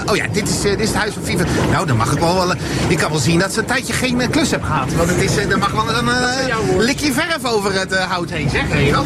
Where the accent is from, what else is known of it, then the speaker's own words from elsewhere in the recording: Netherlands; we zijn Nederlanders.